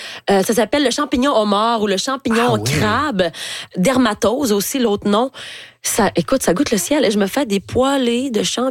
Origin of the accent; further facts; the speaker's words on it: Dolbeau-Mistassini, Quebec, Canada; que je suis retournée vivre dans ma ville natale, d'Olbeau-Mistassini.